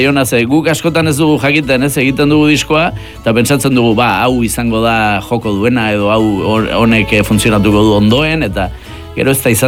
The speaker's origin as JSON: {"language": "Basque", "town": "Errenteria", "region": "Basque Country", "country": "Spain", "tie": "born there", "said": "ni Santa Clara kalean sortu nintzen Errenterian"}